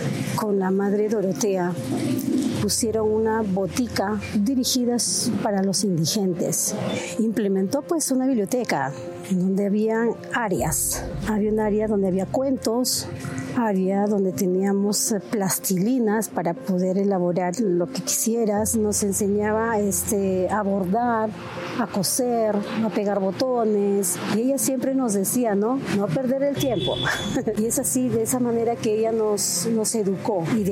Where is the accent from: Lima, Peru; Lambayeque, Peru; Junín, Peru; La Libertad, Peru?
Junín, Peru; Huasahuasi; born there; Nací el año 76. Nací aquí en Guasaguasi, un 6 de marzo.